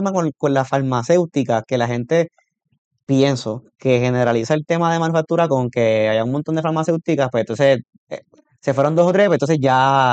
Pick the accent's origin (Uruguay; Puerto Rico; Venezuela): Puerto Rico; siempre se destaca nuestra esencia cultural, nuestros recursos naturales, nuestra esencia como puertorriqueño.